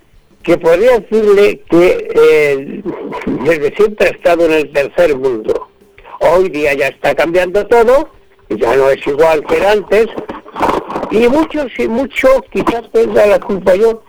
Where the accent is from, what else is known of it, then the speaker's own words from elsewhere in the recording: Cejas de Aliste, Castile and León, Spain; pero digo, es mentira, yo no soy de Rabanales. Yo soy de Cejas de Aliste.